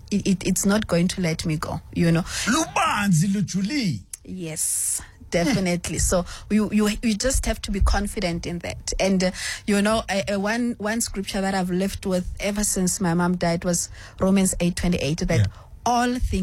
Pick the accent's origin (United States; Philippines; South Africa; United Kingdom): South Africa; Kimberley, Northern Cape; also born or lived in Pampierstad; I was born in Pampierstad. I was born in Pampierstad. And then when my mom died, I went to Kimberley. Then I stayed with my dad and my stepmother.